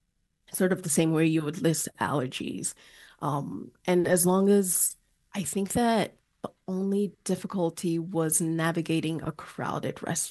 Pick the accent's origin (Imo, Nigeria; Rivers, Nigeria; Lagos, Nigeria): Lagos, Nigeria; now in New York, United States; I grew up in Lagos, Nigeria, so I feel like the hustle and bustle is intrinsically part of who I am.